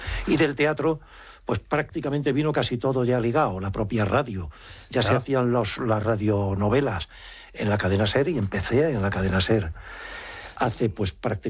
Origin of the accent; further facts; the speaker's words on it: Extremadura, Spain; Decía mi madre, que en paz descanse, niño, qué mal hablamos los extremeños. No. Extremeños hablamos con un acento como tien